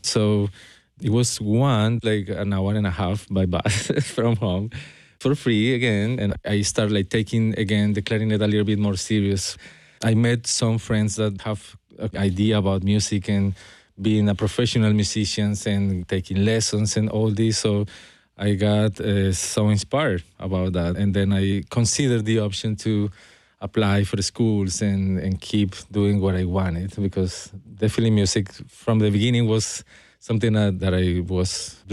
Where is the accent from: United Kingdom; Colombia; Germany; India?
Colombia; Bogota, Bogotá; moved away as an adult; also born or lived in Boston / Austin; now in Atlanta, United States; I'm originally from Bogota, Colombia.